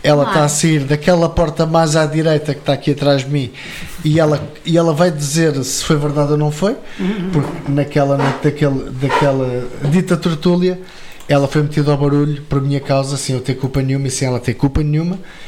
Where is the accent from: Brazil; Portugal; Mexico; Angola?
Portugal; Seia, Centro; o sítio de onde eu venho, que é da Serra da Estrela, da zona de Ceia